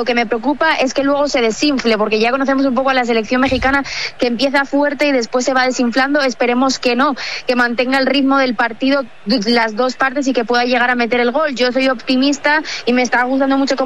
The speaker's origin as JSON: {"language": "Spanish", "region": "Asturias", "country": "Spain", "said": "Yo también soy asturiana, entonces también apoyo a Fidalgo."}